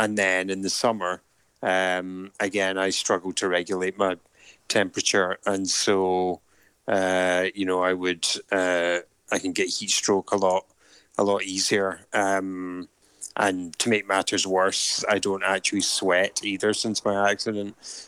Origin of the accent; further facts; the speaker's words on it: Scotland, United Kingdom; now in Portadown, United Kingdom; I am Scottish